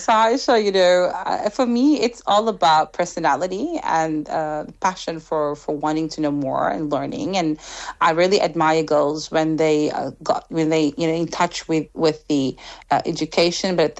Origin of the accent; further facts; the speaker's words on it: Egypt; first language Arabic; English is a second language; moved away; I grew up in Egypt, so my first language is Arabic.